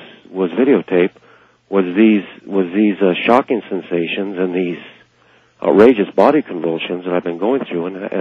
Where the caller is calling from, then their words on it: Nevada, United States; from Nevada.